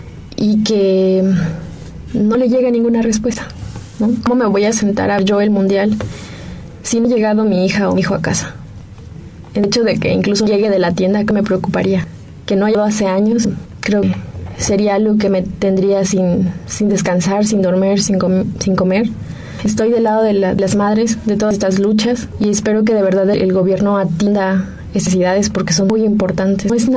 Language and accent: Spanish; Mexico; yo como mujer mexicana creo que estoy muy decepcionada